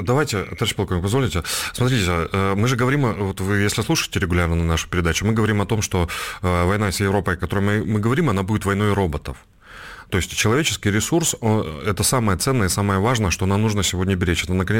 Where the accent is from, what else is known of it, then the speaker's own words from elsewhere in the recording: Donetsk, Donetsk Oblast, Ukraine; Если позволите, я просто, знаете, я же из Донецка.